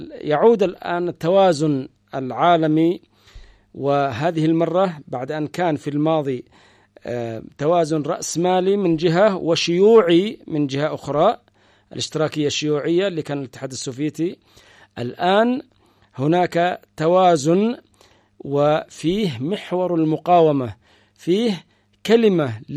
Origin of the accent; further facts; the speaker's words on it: Yemen; عندنا هنا في اليمن